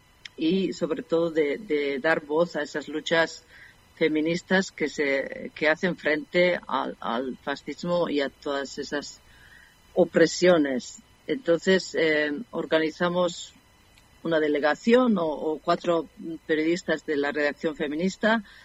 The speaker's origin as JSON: {"language": "Spanish", "region": "Basque Country", "country": "Spain", "moved": "yes", "lives_now": "Switzerland", "said": "yo soy vasca"}